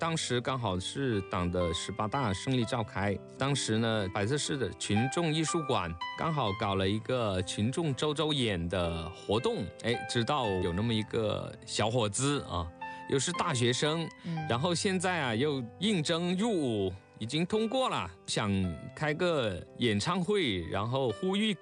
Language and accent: Chinese; Tianlin, Guangxi, China; 第二年我就回到了我的家乡田林